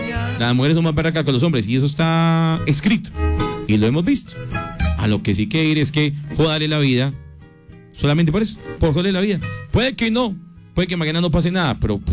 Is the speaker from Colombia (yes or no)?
yes; Medellín, Antioquia, Colombia; Yo trabajo en la grama de los escuchos mientras trabajo, soy de Medellín, vea qué belleza.